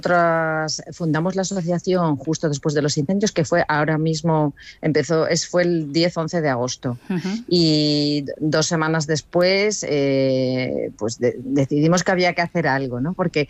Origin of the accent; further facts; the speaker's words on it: Riego de la Vega, Castile and León, Spain; Hola, ¿qué tal? Soy del Riego, del Riego.